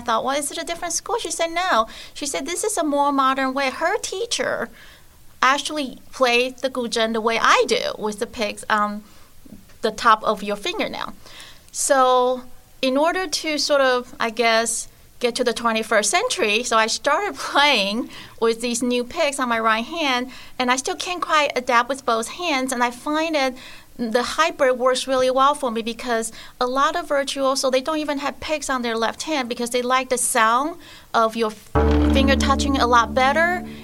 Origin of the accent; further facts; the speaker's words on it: Taiwan; I grew up in Taiwan, and I have learned this instrument when I was in Taiwan.